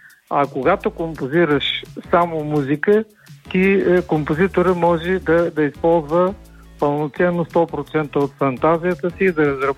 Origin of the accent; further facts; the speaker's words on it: Yambol, Yambol Province, Bulgaria; а моя роден град си е Ямбол.